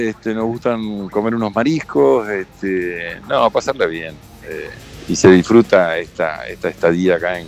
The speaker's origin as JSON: {"language": "Spanish", "town": "San Martín de los Andes", "region": "Neuquén", "country": "Argentina", "said": "Somos un grupo de 8 que vinimos de Neuquén, de San Martín de los Andes."}